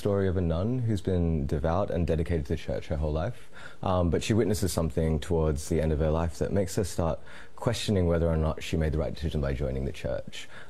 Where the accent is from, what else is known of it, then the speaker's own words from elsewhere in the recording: Australia; as someone who's mixed race, because that's the thing that goes on internally for me, trying to mix the ways that I'm Australian and Filipino